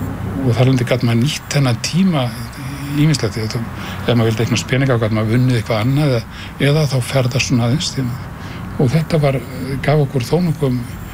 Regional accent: Reykjavík, Capital Region, Iceland; þetta var svo óskaplega ólíkt þessum smábæ sem maður að alast upp í Reykjavík.

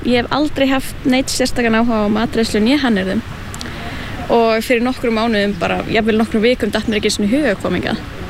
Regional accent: Húsavík, Northeastern Region, Iceland; ég 19 ára og kem frá Húsavík.

